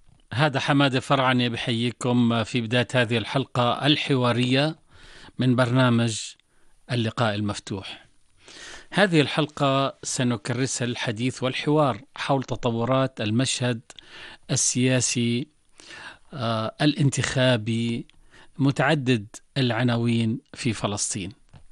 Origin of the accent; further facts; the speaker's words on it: Jordan; يعني إحنا كأردنيين لا نستطيع إلا أن نكون معكم متضامنين متأثرين ومتابعين لمعاناتكم